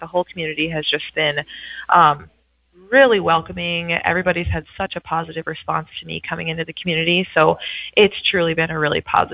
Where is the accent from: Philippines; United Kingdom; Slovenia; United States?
United States; Stanley, North Dakota; also born or lived in Bismarck; now in Killdeer, United States; So I'm actually originally from Stanley, so not too far away from here.